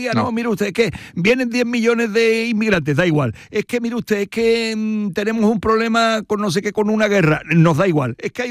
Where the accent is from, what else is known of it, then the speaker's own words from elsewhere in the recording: Málaga, Andalusia, Spain; Yo soy un ciudadano español, andaluz, malagueño, europeo